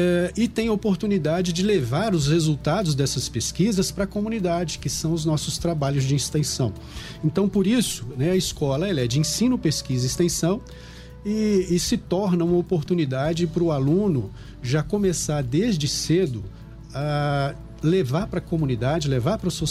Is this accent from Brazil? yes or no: yes; Venda Nova do Imigrante, Espírito Santo, Brazil; moved away as an adult; also born or lived in Viçosa / São Paulo / Vitória; eu sou daqui da região também, né, estudei aqui no Fioravante há muito tempo. Sou daqui, para quem não conhece, sou daqui de Bela Aurora, né, minha família é fiorese. Saí daqui em 89 para fazer graduação em matemática em Viçosa